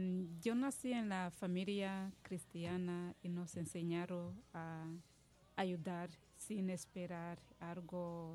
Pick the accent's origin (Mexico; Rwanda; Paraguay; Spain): Rwanda; Spanish is a second language; also born or lived in Dominican Republic; now in Puerto Rico; un dialecto que es Kinyarwanda y ahora el idioma oficial es inglés. Pero yo cuando crecí y nací, crecí, estudié en francés.